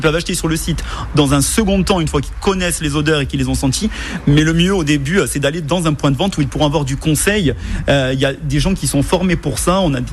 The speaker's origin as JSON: {"language": "French", "region": "Occitanie", "country": "France", "said": "Moi, par exemple, je suis du Tarn, à Vaud'Olivèze, et j'ai été baptisé là-bas"}